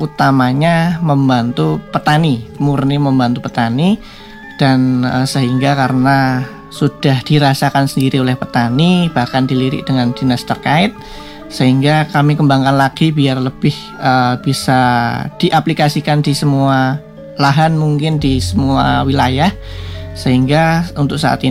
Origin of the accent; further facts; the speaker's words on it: Indonesia; di desa saya, di Desa Mugel